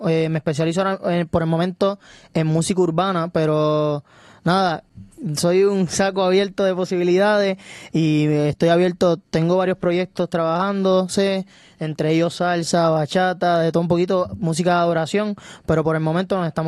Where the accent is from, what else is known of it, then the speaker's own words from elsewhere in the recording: San Juan, Puerto Rico; Nací en Puerto Rico. De familia dominicana, con mucha honra.